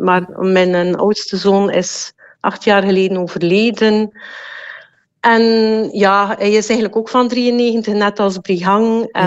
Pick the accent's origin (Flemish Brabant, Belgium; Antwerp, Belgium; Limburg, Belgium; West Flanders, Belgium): West Flanders, Belgium; Ardooie; Ik ben van West-Vlaanderen, Ik ben van Ardooien.